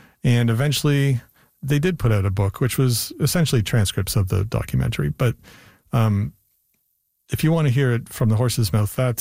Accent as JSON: {"language": "English", "country": "Canada", "said": "an exciting time to be a Canadian."}